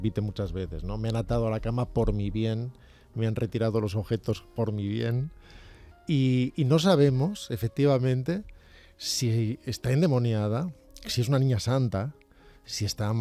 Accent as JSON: {"language": "Spanish", "region": "Galicia", "country": "Spain", "said": "Soy gallego."}